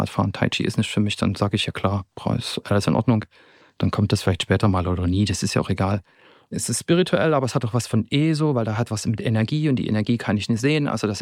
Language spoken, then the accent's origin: German; Zittau, Saxony, Germany; now in Dresden, Germany; dass natürlich die psychische Unterstützung da, wo ich herkomme, ganz anders ist als in Dresden. Ich habe in Dresden viel schneller Therapie gefunden als noch in Zittau